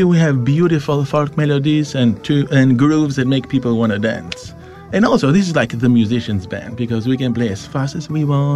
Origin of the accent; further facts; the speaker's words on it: Albania; moved away; Yeah, so I am originally from Albania